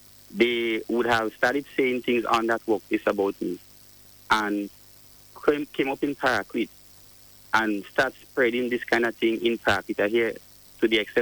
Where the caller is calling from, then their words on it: Saint Andrew, Jamaica; I'm calling from Parkland, St. Andrew.